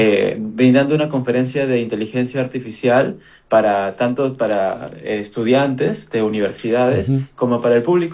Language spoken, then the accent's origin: Spanish; Chimbote, Ancash, Peru; soy de Chimbote